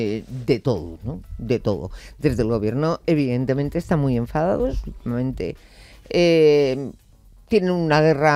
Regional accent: Basque Country, Spain; born there; moved away; Yo no puedo votar en el País Vasco. Yo nací en Vila, no puedo votar.

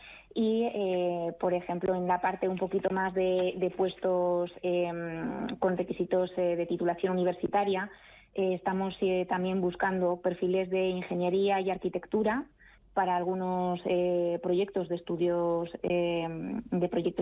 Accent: León, Castile and León, Spain; Yo siempre en España, porque además yo soy del norte, de León, que me encanta mi ciudad y siempre que puedo vuelvo.

